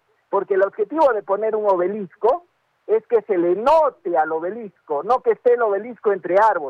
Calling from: Arequipa, Peru; Mi distrito, señor Daniel Castillo, que yo soy de Bustamante y Rivero

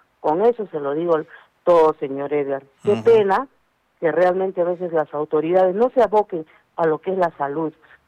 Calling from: Chuquibamba, Arequipa, Peru; yo soy de Chuquibamba

